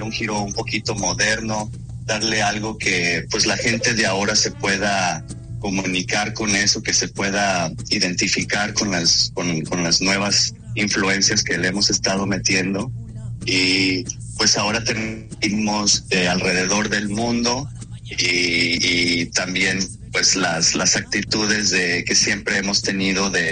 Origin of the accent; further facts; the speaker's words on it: Mexico; now in Canada; soy el único mexicano en la banda